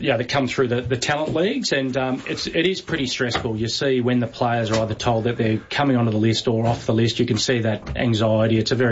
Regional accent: Melbourne, Victoria, Australia; I grew up in Avondale Heights with the family

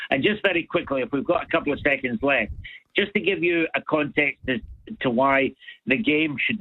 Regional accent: Airdrie, Scotland, United Kingdom; now in Raceview, Australia; I'm originally from a place called Airdrie in Scotland.

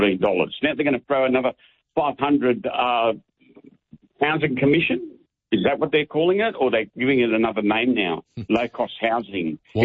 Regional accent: Mosman, New South Wales, Australia; I grew up in Mossman

